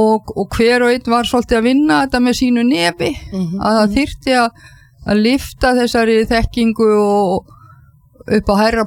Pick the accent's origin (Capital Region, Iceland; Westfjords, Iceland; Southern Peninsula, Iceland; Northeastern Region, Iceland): Northeastern Region, Iceland; Kaupangur; já, ég fædd á uppalinn í Kaupangi í Kaupangsveit sem núna Eyjafjarðarsveit þannig ég bóndadóttir